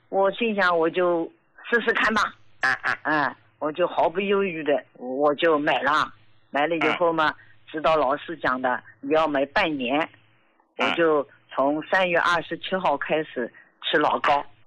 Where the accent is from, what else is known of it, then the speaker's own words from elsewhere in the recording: Jiangsu, China; 我今年73岁，我是江苏的。